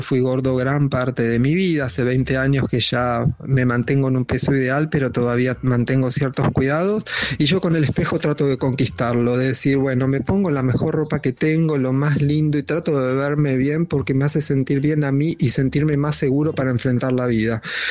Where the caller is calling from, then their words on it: Acassuso, Buenos Aires Province, Argentina; de Acasuso